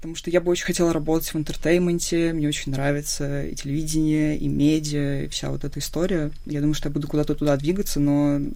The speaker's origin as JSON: {"language": "Russian", "country": "Russia", "said": "я прям девочка из России"}